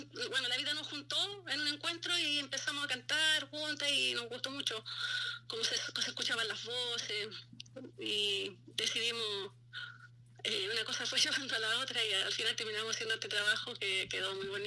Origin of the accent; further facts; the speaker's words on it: Curicó, Maule, Chile; now in Copiapó, Chile; Sí, yo vivo en Copiapó, yo nací en Curicó, soy maulina, soy de nacida y criada en Curicó, como se dice. Y me vine como en el año 87 a vivir acá a Copiapó.